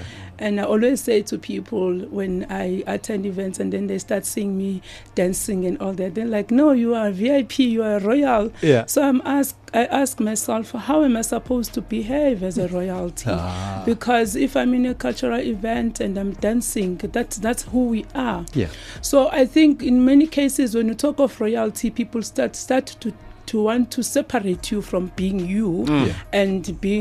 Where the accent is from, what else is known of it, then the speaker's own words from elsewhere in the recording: Eastern Cape, South Africa; Those are my clan names. I'm from the Mbondo Mise Kingdom under